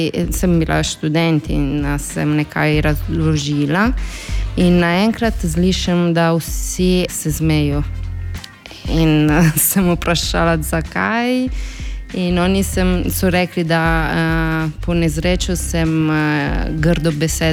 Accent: Italy; Slovenian is a second language; moved away as an adult; now in Ljubljana, Slovenia; da nisem iz Primorske in da sem iz Italije.

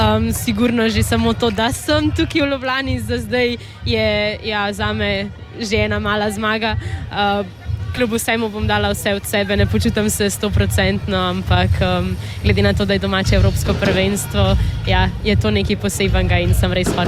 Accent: Škofja Loka, Upper Carniola, Slovenia; gremo čez Škofjo Loko, moje domače mesto.

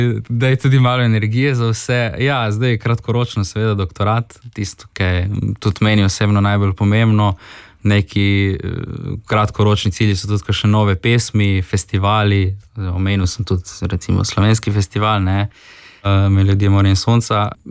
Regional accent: Rijeka, Primorje-Gorski Kotar County, Croatia; tako da smo očitno ti reški Slovenci, smo srečni

